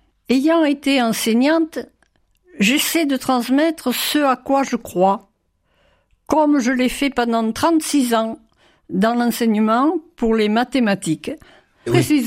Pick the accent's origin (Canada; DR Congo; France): France; Montpellier, Occitanie; born there; je suis née à Montpellier et même plus précisément à Celle-Neuve, qui était autrefois un village, pas une mairie, mais un village un peu séparé de Montpellier, qui maintenant est bouffé par Montpellier.